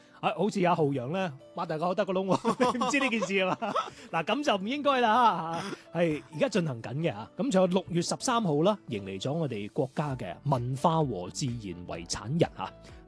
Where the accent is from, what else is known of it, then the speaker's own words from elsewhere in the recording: Guangdong, China; 睇下點樣同我哋廣府俗語，我哋廣府人好鍾意意頭㗎嘛，好鍾意講意頭啊，